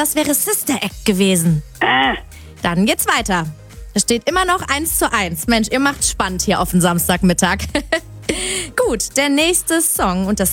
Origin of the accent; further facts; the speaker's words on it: Melsungen, Hesse, Germany; moved away; Ich komme nämlich eigentlich aus Melsung.